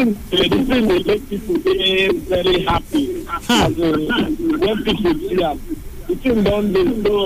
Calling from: Akwa Ibom, Nigeria; From Akwa Ibom State.

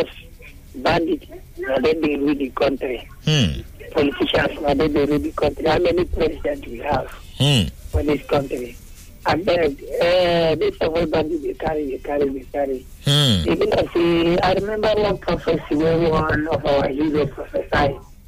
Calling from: Delta, Nigeria; I'm calling from Masaba, Delta State.

